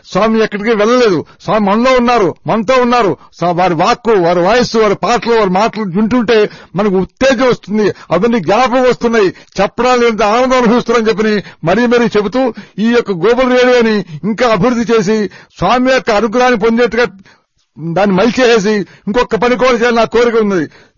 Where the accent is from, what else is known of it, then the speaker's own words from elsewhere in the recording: Vijayawada, Andhra Pradesh, India; మా native place Vijayawada. నా వయస్సు 91 సంవత్సరం.